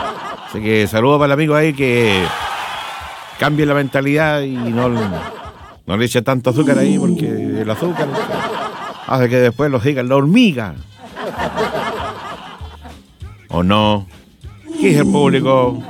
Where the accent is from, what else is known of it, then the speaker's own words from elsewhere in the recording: Chile; Somos los chilenos y las chilenas buenos peatones.